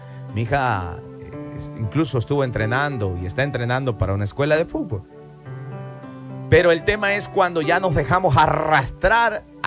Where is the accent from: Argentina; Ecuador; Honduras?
Ecuador